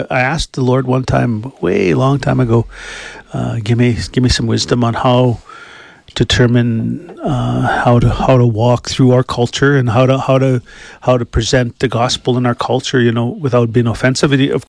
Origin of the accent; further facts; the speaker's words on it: Saskatchewan, Canada; We're just a couple local natives, First Nations, Indigenous to Canada. I come from Papiksi's First Nation.